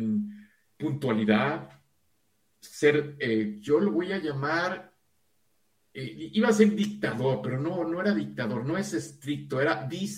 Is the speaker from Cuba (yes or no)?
yes; Cuba; Oye, chico, mira, yo soy de Cuba. ¿Y qué tiene de malo hablar como?